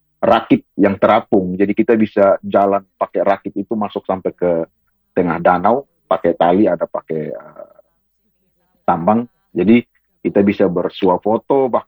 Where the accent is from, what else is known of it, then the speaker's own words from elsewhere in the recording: Letbaun, East Nusa Tenggara, Indonesia; Tradisional di Embung Uikiban di Desa Letbaun. Salah satu embung terbesar di Pulau Semau itu ada di desa saya.